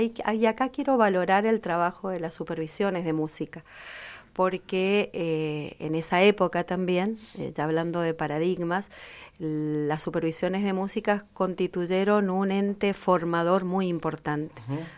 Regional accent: Argentina; En algo, como argentinos tenemos, descollamos.

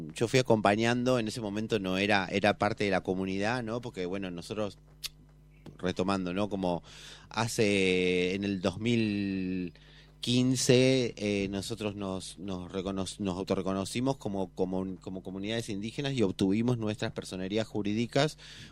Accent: Córdoba, Argentina; nosotros somos comechingones

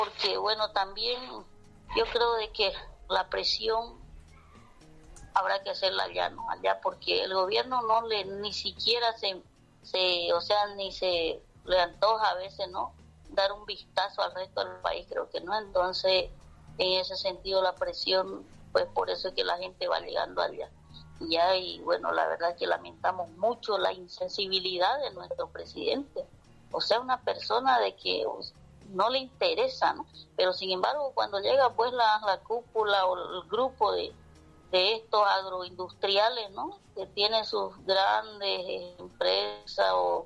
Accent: Bolivia; Nosotros como bolivianos estamos en el pleno derecho de poder hacer nuestras protestas

